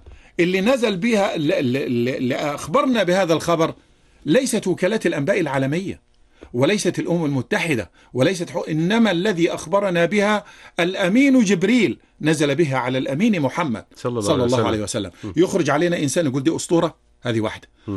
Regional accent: Egypt; يا سيدي، بلدنا مصر عظمتها، عظمة مصر في أنها تحمي الإسلام وأمة الإسلام

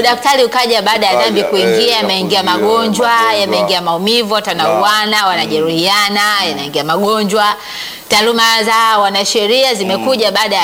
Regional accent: Mbeya, Tanzania; ilikuwa kimila kule kwetu Safwani.

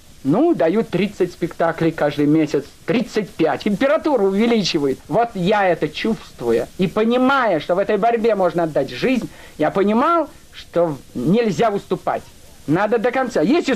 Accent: Russia; Но я-то русский, я не еврей.

